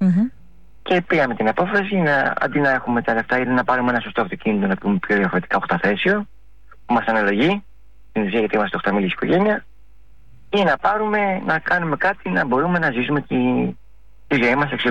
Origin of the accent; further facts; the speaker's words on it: Piraeus, Attica, Greece; Στην Άξο εγώ είχα ζήσει μόνο καλοκαίρι, γιατί και εμένα οι γονείς μου με είχαν πάρει μικρό και πήγα και μεγάλωσα στον Πειραιά.